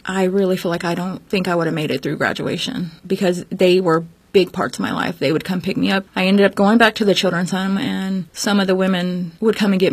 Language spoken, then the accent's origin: English; Texas, United States; also born or lived in Louisiana; I was born in Louisiana. I believe I was about eight when we moved to Texas.